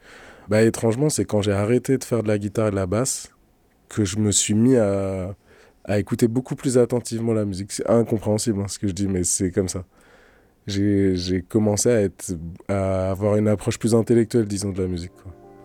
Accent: Nantes, Pays de la Loire, France; born there; also born or lived in Teillé; quand j'ai déménagé de Théillé, que je suis arrivé à Nantes avec mes parents

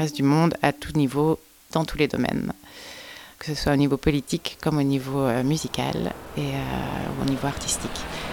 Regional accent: France; moved away as an adult; now in Brussels, Belgium; je suis française d'origine et je vis à Bruxelles, depuis près de 25 ans. Je pense que je suis arrivée en 2001, quelque chose comme ça, pour des études.

